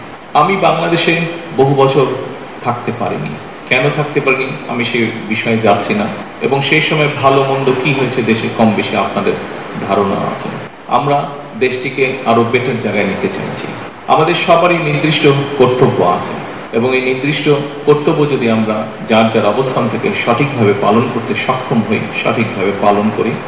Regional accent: Bangladesh; ছোটবেলা থেকে এখানে বড় হয়েছি

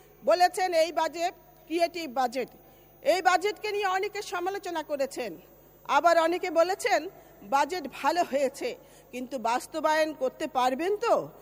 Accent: Feni, Chittagong Division, Bangladesh; আমরা ফেনীর মানুষ

